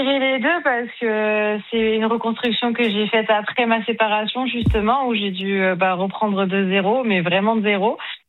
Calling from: Marseille, Provence-Alpes-Côte d'Azur, France; j'habite sur Marseille depuis 11 ans

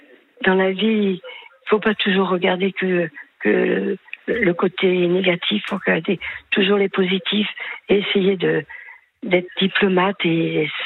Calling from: Chalon-sur-Saône, Bourgogne-Franche-Comté, France

